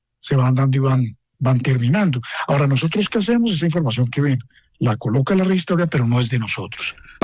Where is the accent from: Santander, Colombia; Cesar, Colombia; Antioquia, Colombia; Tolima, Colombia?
Tolima, Colombia; Ibagué; yo soy de Ibagué.